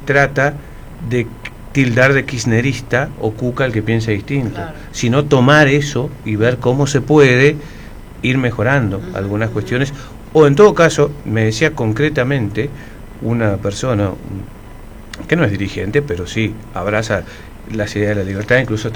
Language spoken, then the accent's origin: Spanish; Misiones, Argentina; como misioneros, como argentinos